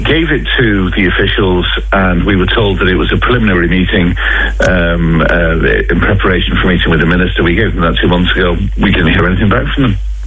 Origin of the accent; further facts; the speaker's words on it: County Cork, Ireland; despite my funny accent, North Cork is home for me. And my mum doesn't have any of those options around Mallow in North Cork.